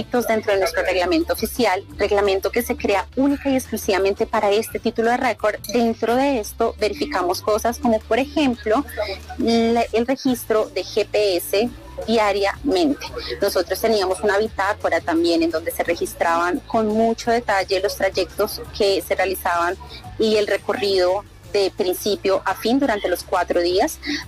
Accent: Bogotá, Colombia; Soy de Bogotá.

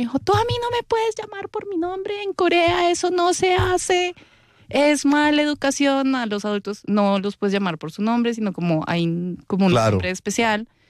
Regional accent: Bogotá, Colombia; Yo nací en Bogotá, pero la gente tiene el descaro de decir de dónde soy yo, pero yo les voy a decir, yo soy colombiana, pero ajá, también soy muy coreana.

